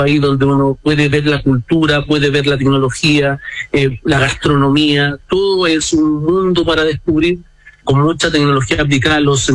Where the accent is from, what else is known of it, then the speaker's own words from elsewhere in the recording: Chile; En ese caso éramos nosotros los chilenos que andábamos ahí dando vueltas.